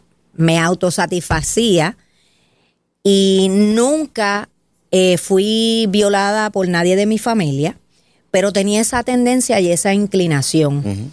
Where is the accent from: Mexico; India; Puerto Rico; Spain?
Puerto Rico; San Juan; also born or lived in United States; Yo soy de Río Piedras.